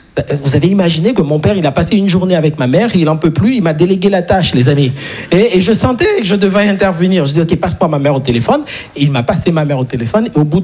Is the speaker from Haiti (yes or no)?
yes; Haiti; je suis né et grandi en Haïti. Et en Haïti, on n'a pas les quatre saisons.